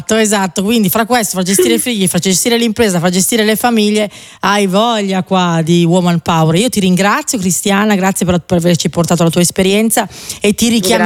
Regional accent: Lombardy, Italy; Lo dico da lombarda.

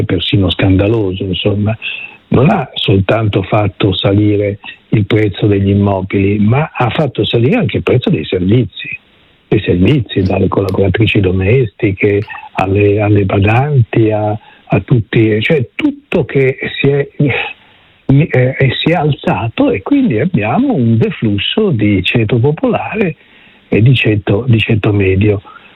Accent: Milan, Lombardy, Italy; born there; io sono milanese, sono nato a Milano

